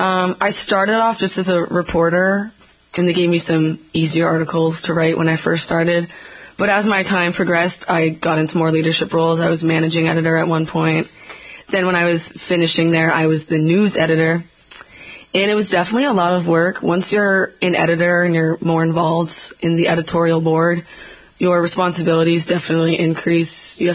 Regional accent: Braintree, Massachusetts, United States; I'm from Braintree.

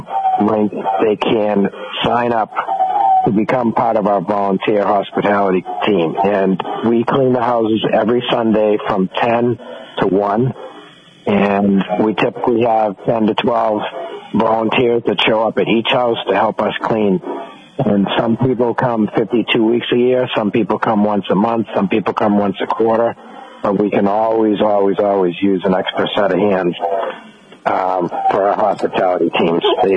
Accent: Quincy, Massachusetts, United States; also born or lived in Falmouth, Massachusetts; And I'm from Quincy, and that's why that's a Quincy-based address. But I grew up in the summers in Falmouth.

